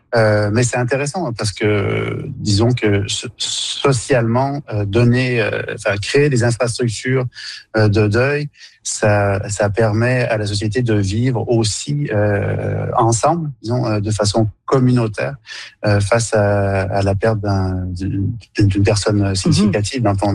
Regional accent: Quebec, Canada; chez nous au Québec

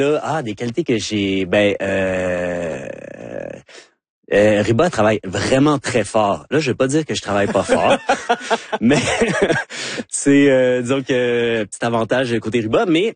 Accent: Vanier, Canada; born there; Oui, je suis né à Vanier, en face du marché du Store. Mais donc je suis un deuxième génération.

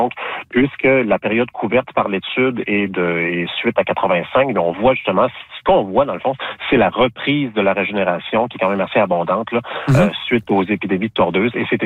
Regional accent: Quebec, Canada; Moi, je viens de la région du Bas-Saint-Laurent.

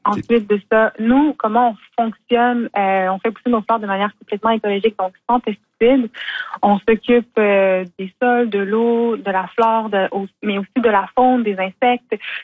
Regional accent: Quebec, Canada; moved away as an adult; also born or lived in British Columbia; je suis native de Bédéfort

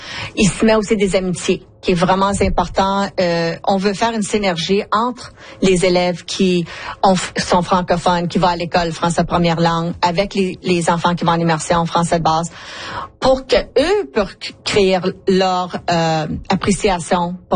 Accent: Montreal, Quebec, Canada; accent: Montreal; j'ai un accent montréalais

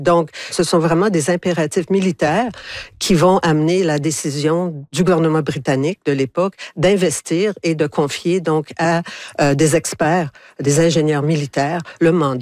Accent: Ottawa, Ontario, Canada; born there; En fait, je suis née à Ottawa, ma mère est née à Ottawa, mon grand-père est né à Ottawa, donc j'ai des racines outaouaises profondes.

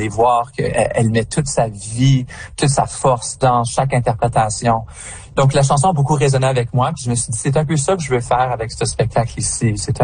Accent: Canada; parce qu'en tant que Français-Canadien, je pense qu'on a une expérience très unique avec

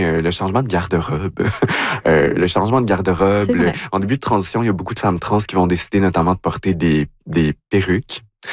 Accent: Quebec, Canada; moved away; En fait, quand j'ai quitté l'Abitibi, j'ai étudié en technique juridique.

